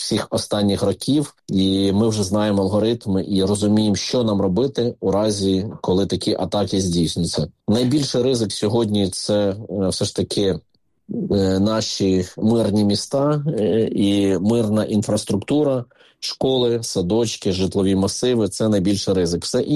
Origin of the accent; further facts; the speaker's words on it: Kyiv, Ukraine; і ми кияни, і так само дніпряни за киян переживають